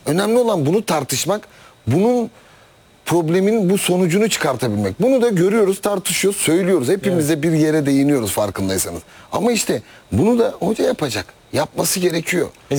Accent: Istanbul, Turkey; moved away; also born or lived in Gaziosmanpaşa; Bayrampaşa'nın benim elim kolum akrabalarım sülalem hepsi o tarafta. Yıldırım Mahallesi, Küçükköy, Gazi Osman Paşa, Bayrampaşa. Eski çocukluk arkadaşlar. Baba biz sokaktan geliyoruz baba ya. Biz sokakta büyümüşüz.

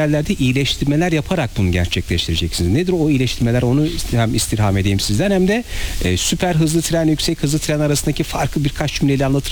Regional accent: İzmir, Aegean Region, Turkey; Ben efendim Ege'liyim. İzmir, Manisa besin memleket.

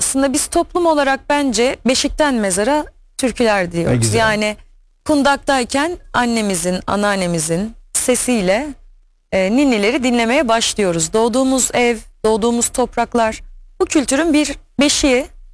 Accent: Istanbul, Turkey; İstanbul'da doğdum büyüdüm. İstanbul'da okumak istiyordum.

